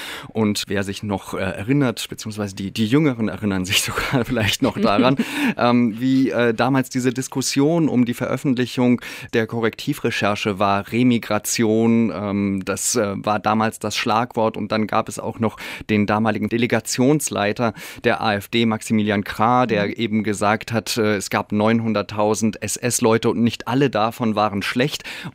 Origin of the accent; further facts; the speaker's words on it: Bavaria, Germany; Also ich bin ja aus Bayern und ich kenne nur CSU-Regierungen.